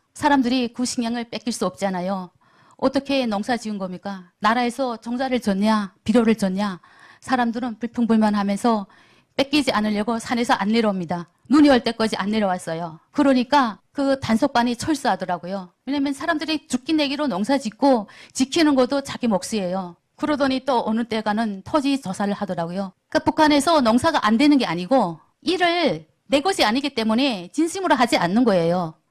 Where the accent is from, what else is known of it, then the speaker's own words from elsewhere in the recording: North Hamgyong, North Korea; now in Gwangmyeong, South Korea; 저희 고향은 함경북도 원성이고요. 2005년도에 탈북해서 남한에는 2009년도에 입국했습니다.